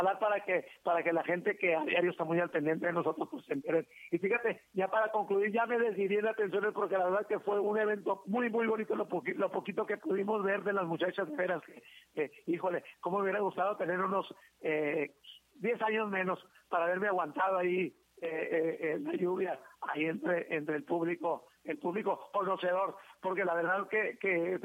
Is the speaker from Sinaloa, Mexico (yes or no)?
yes; El Fuerte, Sinaloa, Mexico; a este pueblo mágico de donde soy originario y donde he vivido la mayor parte de mi vida, como muchos portenses